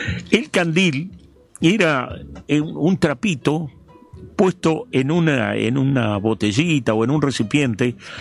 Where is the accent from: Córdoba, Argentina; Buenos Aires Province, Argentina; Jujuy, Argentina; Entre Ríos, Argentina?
Entre Ríos, Argentina; María Grande; yo me crié en María Grande, la luz estará a las 9 de la noche, nada más.